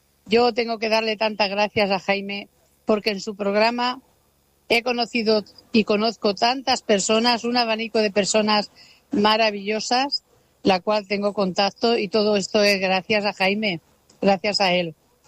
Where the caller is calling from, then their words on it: Sabadell, Catalonia, Spain; de Sabadell.